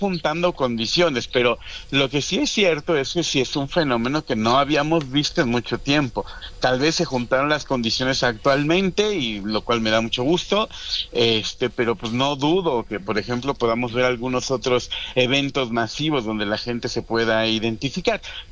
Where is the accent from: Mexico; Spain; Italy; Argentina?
Mexico; sentiremos un confort de todos nosotros como mexicanos.